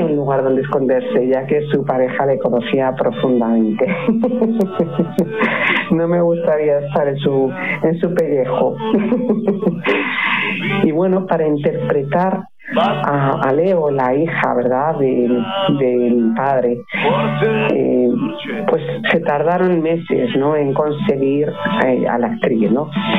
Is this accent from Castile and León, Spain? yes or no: no; Pamplona, Navarre, Spain; Y si yo asocio mi infancia, que yo vivía en Pamplona cuando era niña, pues recuerdo esos momentos en los que yo con mi padre y mis hermanos íbamos al cine con mis primos, ¿no? Navarros